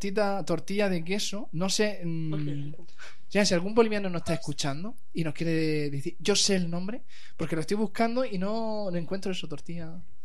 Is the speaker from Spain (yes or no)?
yes; Spain